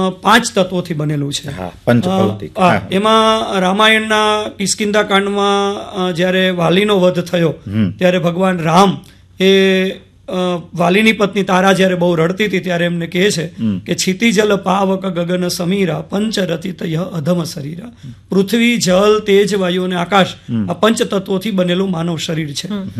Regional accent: Gujarat, India

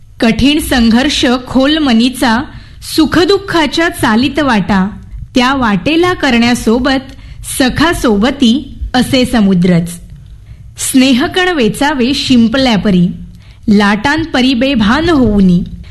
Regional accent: Devgad, Maharashtra, India; now in Mumbai, India; मी मूळची देवगडची आहे, तर गावी कसं निरभ्र आकाश आपल्याला पाहायला मिळतं

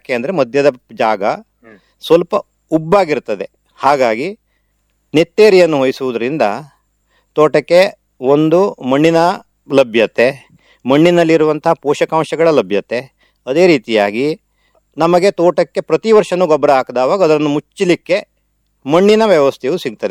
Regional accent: Malavalli, Karnataka, India; ತಾಲೂಕಾ ಕೇಂದ್ರದಿಂದ ಅತಿ ದೂರದಲ್ಲಿರುವಂತಹ ಅಂದರೆ ಸುಮಾರು ಒಂದು 35-36 ಕಿಲೋಮೀಟರ್ ದೂರದ ನಮ್ಮೂರು, ಸಮೀಪದಲ್ಲಿಯೇ ಕೈಗಾ ಅಂತೊಂದಿದೆ, ಕೈಗಾ ಅಣುಸ್ತಾವರ.

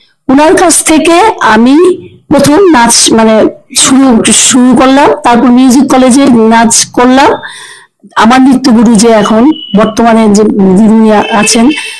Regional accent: Agartala, Tripura, India; born there; also born or lived in Silchar, Assam; আমার বাবা ট্রান্সফার হয়ে আগরতলায় এসছে 1974, ঠিক আছে। তো তখন থেকে আমরা আগরতলায় থাকি। তো তখন আমি আগরতলায় এসে আমার যদ্দুর মনে পড়ছে, আমি ক্লাস টু তে এসে আগরতলায় ভর্তি হয়েছি, হ্যাঁ বিজয় কুমার স্কুলেই ভর্তি হয়েছি।

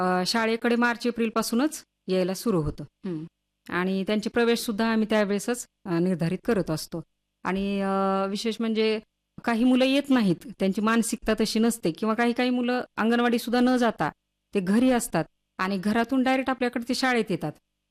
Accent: Devangra, Maharashtra, India; मी आपल्या धाराशिव जिल्ह्यामधीलच कन्या आहे. माझं माहेर आहे देवंगरा तालुका भूम इथलं

